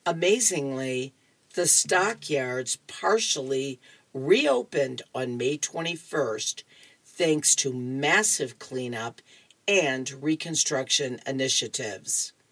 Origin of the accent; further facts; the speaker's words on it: Chicago, Illinois, United States; I was from the South Side originally.